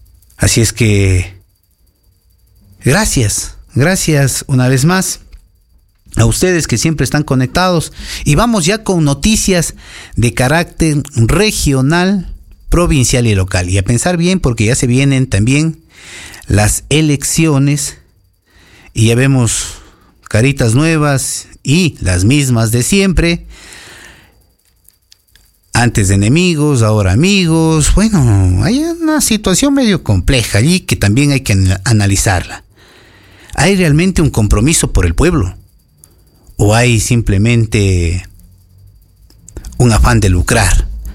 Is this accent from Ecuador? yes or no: yes; Ecuador